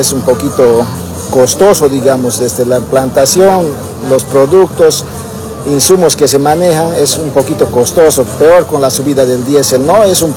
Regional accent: Bolivia

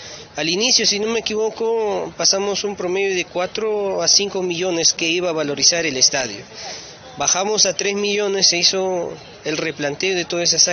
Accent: Cascay, Huánuco, Peru; estoy sirviendo a mi pueblo con ese amor que le tengo a Cascay

